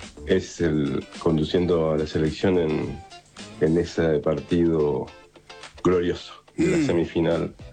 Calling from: Santa Fe, Argentina; de Santa Fe.

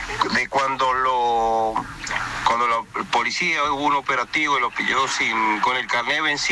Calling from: Rawson, San Juan, Argentina; vivo en Rawson.

